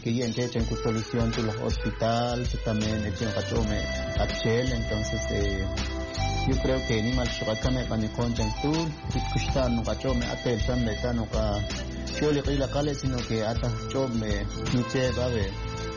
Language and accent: Spanish; Quiché, Guatemala; first language Ixil; En mi dialecto, porque soy Ishil.